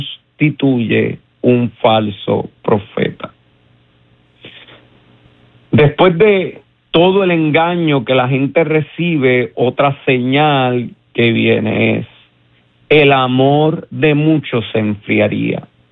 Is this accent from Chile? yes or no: no; Puerto Rico; nosotros como puertorriqueños.